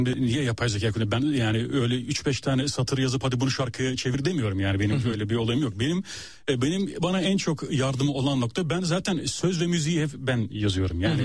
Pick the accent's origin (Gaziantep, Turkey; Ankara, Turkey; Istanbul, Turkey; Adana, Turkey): Ankara, Turkey; Tabii ben orada doğup büyüdüm. Hı-hı. Yani aslında hani memleket Çanakkale, kütük olarak Çanakkale yazıyor. Fakat işte dediğim gibi Ankara'da doğup büyüdüm ben yani.